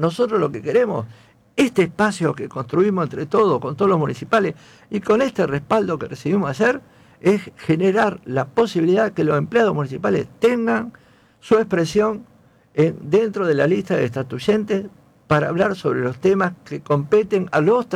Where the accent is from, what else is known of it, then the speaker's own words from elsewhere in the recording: Rosario, Santa Fe, Argentina; Somos rosarinos.